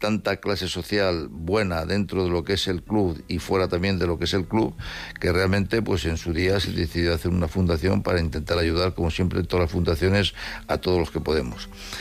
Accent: Madrid, Community of Madrid, Spain; Quizás, bueno, la verdad que yo soy de Madrid

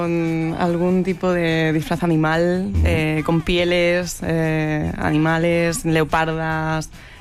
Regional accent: Madrid, Community of Madrid, Spain; Yo soy de Moratalaz y me quedo con Moratalaz porque vivo ahí, llevo 35 años viviendo ahí, bueno, 34

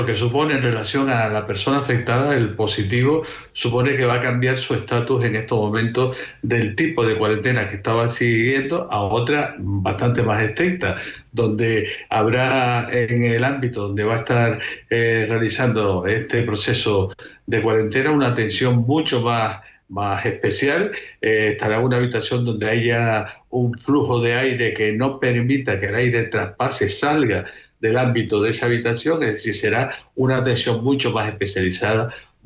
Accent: Tenerife, Canary Islands, Spain; now in Las Palmas, Spain; Sí, soy de Tenerife, pero vivo en Las Palmas.

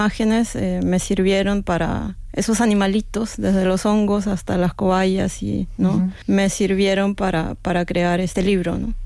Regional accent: Lima, Peru; now in Norway; porque vengo de una ciudad, bueno, yo soy de Lima, una ciudad donde los animales están abandonados, están maltratados o son las mascotas, ¿no?

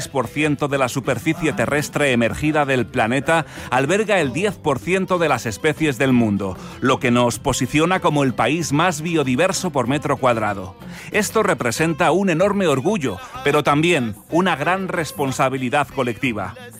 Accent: Colombia; Soy un ciudadano colombiano, activista climático y defensor de derechos humanos de 16 años.

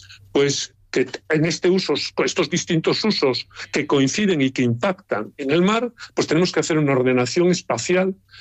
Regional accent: Galicia, Spain; siendo yo gallego

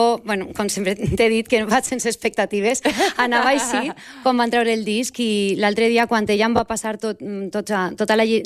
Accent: Valencian Community, Spain; som del País Valencià, vivim a una zona molt turistificada

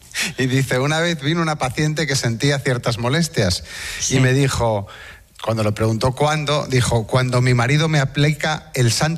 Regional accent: A Coruña, Galicia, Spain; Como soy de Coruña, pues es como muy

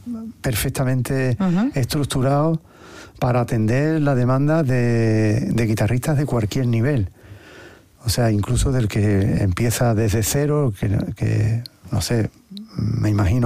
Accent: Andalusia, Spain; Yo soy un andaluz convencido de mi condición, de una manera completamente consciente y profunda

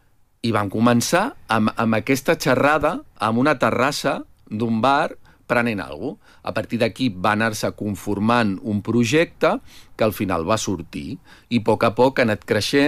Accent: Barcelona, Catalonia, Spain; now in Vilanova i la Geltrú, Spain; com jo sóc de Barcelona

